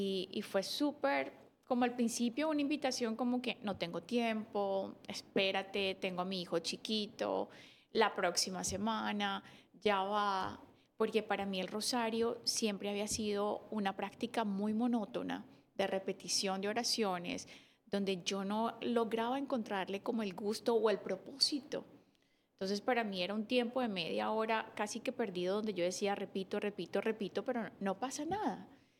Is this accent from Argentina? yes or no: no; Cali, Valle del Cauca, Colombia; now in United States; yo soy colombiana de Cali y para mí, o sea, nací en una familia donde estaba presente Dios y mi mamá era muy devota de la Virgen.